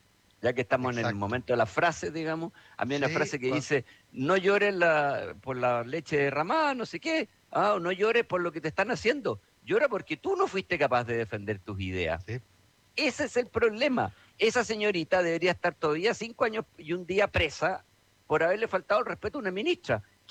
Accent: Chile; en 20 millones que somos los chilenos

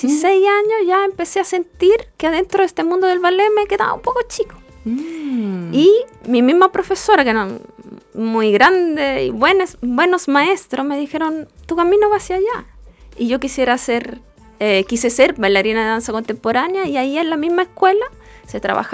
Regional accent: Italy; Spanish is a second language; now in Chile; Mi acento me delata, soy italiana. Nací en Italia hace unos cuantos años.

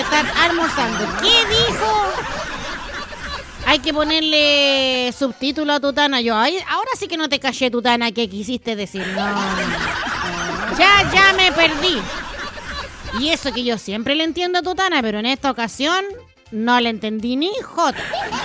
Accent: Peumo, O'Higgins, Chile; Como yo soy de Peumo y lo que es de Peumo es bueno

